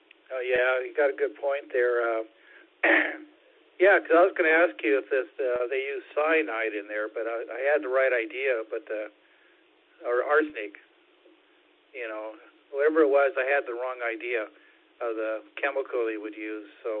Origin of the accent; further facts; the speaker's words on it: Seattle, Washington, United States; I knew about it because I grew up in Seattle and part of, you know, the social studies, they talked about the areas around the state and that.